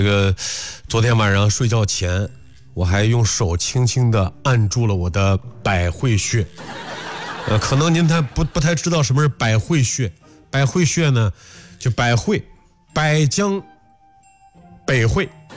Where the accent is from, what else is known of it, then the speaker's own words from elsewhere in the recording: Pingdingshan, Henan, China; moved away; 回到我的老家，美丽的河南省平顶山市